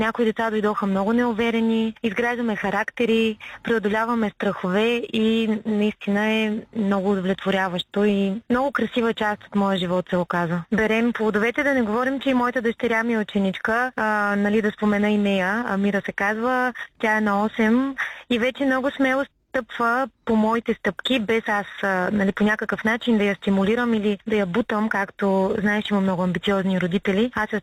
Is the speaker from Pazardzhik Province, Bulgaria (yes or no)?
yes; Kostandovo, Pazardzhik Province, Bulgaria; от град Костандово съм родом.